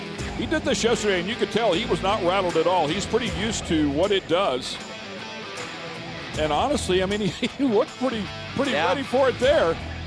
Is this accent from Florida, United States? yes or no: yes; Florida, United States; Born and raised in Central Florida.